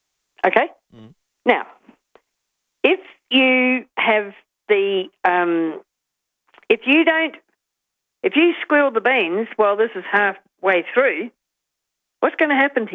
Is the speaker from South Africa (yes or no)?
no; Snowtown, South Australia, Australia; born there; I was born in Snowtown, I'm very proud of it.